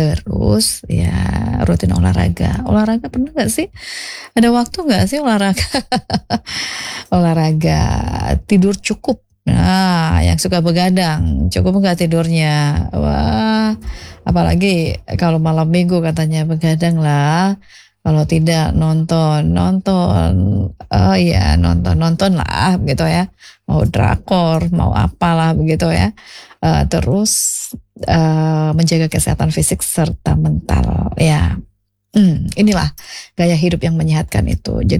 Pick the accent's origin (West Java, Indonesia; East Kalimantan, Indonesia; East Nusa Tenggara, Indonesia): East Nusa Tenggara, Indonesia; Kupang; Tapi kalau kita orang Kupang ya, harus makannya banyak, nasinya itu banyak gitu ya.